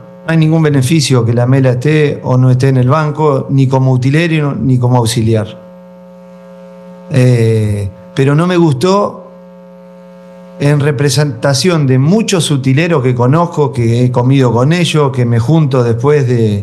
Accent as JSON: {"language": "Spanish", "country": "Argentina", "moved": "yes", "lives_now": "Mexico", "said": "soy argentino."}